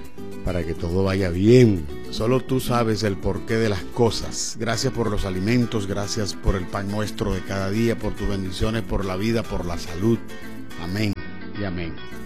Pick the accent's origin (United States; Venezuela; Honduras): Venezuela; de gracia es mi tierra. Venezuela, país hermoso. Gracias, Venezuela. Te pertenecemos.